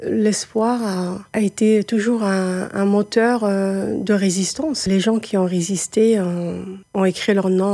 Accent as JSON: {"language": "French", "town": "Algiers", "region": "Algiers Province", "country": "Algeria", "tie": "born or raised there", "said": "J'ai grandi à Alger, je ne parle pas bien le Kabyle, mais j'adore cette culture"}